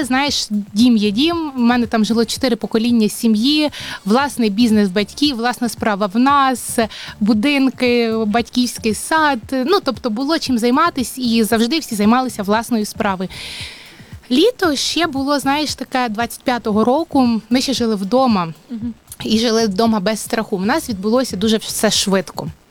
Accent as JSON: {"language": "Ukrainian", "town": "Pokrovsk", "region": "Donetsk Oblast", "country": "Ukraine", "moved": "yes", "lives_now": "Ivano-Frankivsk Oblast, Ukraine", "said": "в Покровському, в нашому"}